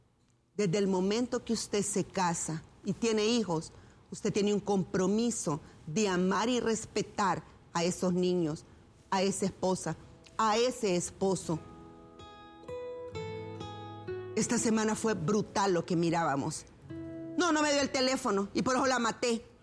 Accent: Honduras; Nosotros los hondureños tenemos derecho a la salud, a la seguridad.

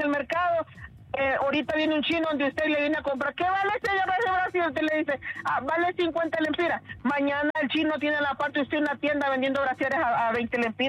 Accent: Honduras; vienen ellos, vienen a nuestro país, supuestamente lo trajeron para que nosotros como creciéramos como hondureños, ¿verdad?

